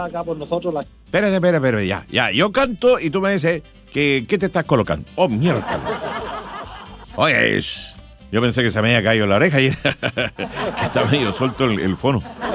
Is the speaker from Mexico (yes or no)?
no; Quirihue, Ñuble, Chile; Mi abuelito allá en el campo de Quirihue, sí, yo les he contado que yo soy de Quirihue. De Quirihue he venido con mis dichos y decires.